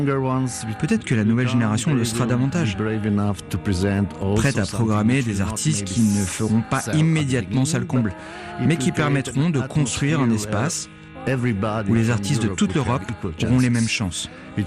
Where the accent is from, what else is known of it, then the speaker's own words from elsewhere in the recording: Slovenia; on vient d'un petit pays, il faut être meilleur d'une certaine manière. Il ne faut pas être timide. Nous venons peut-être des Balkans, mais il ne faut pas nous sous-estimer.